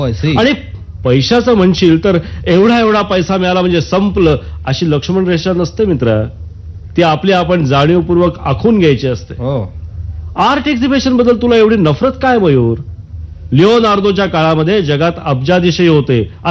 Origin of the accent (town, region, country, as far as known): Mumbai, Maharashtra, India